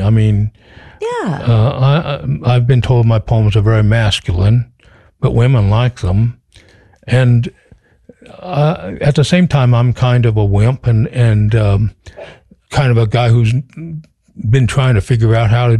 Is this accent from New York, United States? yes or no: no; Connersville, Indiana, United States; I grew up in Connersville, and, mm-hmm.